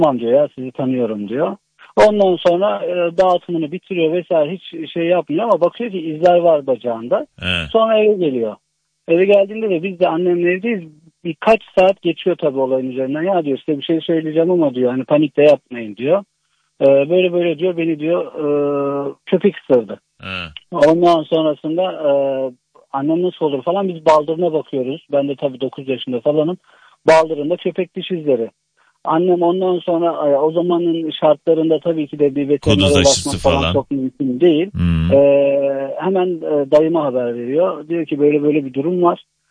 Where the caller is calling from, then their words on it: Ankara, Turkey; Ankara'dan.